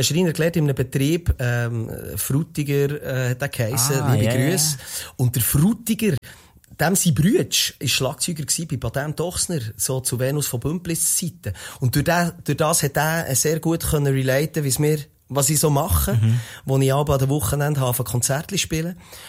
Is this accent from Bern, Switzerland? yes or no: yes; Interlaken, Bern, Switzerland; ich komme von Interlaken. Interlaken ist zwischen Thuner und Brienzersee den meisten Leuten als riesen Touristenort bekannt.